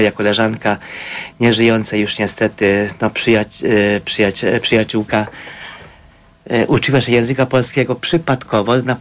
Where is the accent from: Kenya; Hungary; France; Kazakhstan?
Hungary; Debrecen, Hajdú-Bihar; Polish is a second language; Urodziłem się na Węgrzech, w Debreczynie.